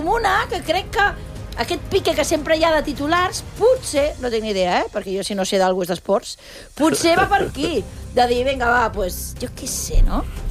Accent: Catalonia, Spain; jo soc catalana i vull que guanyi Espanya

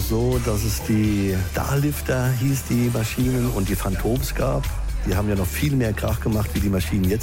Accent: Ramstein, Rhineland-Palatinate, Germany; Nein, also ich bin ja von Rammstein, also geboren in Rammstein. Weiß ja jeder, größter Militärflughafen, Amerikaner außerhalb von Amerika.

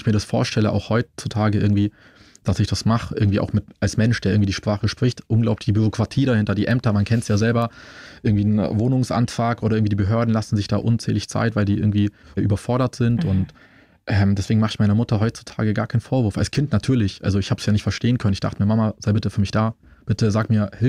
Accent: Munich, Bavaria, Germany; also ich bin in Schwabing aufgewachsen

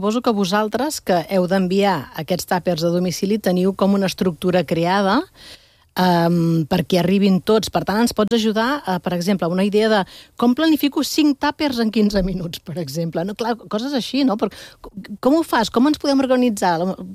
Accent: Lleida, Catalonia, Spain; Una mallorquina i una lleidatana

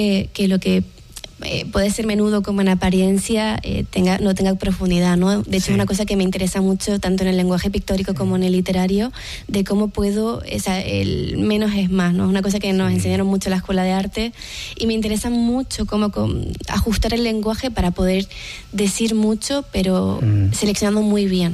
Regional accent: Lanzarote, Canary Islands, Spain; Y regresar al lugar de donde naciste y creciste, creo que siempre lleva como una reconciliación.

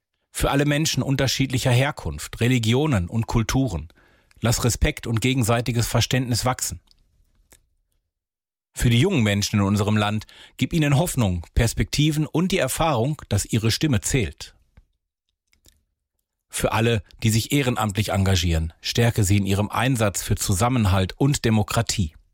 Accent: North Rhine-Westphalia, Germany; 80 Jahre Nordrhein-Westfalen, mein Heimatland.

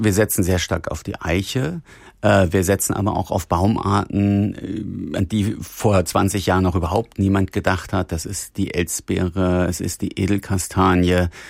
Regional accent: Hesse, Germany; Ich komme selber aus dem Taunus

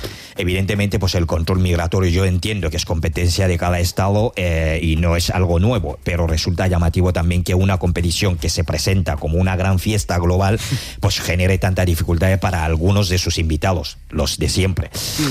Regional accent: Cameroon; Sí, hombre. Soy de Camerún.

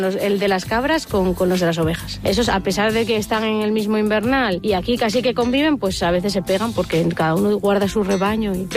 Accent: Pola de Siero, Asturias, Spain; born there; soy nacida en Pola de Siero, cerca de Oviedo.

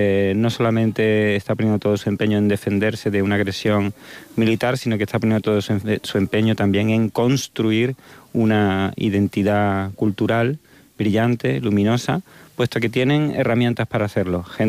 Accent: Andalusia, Spain; a mí no me gustaría nada que como andaluz se utilizase mi literatura o mi poesía como una seña de identidad andaluza.

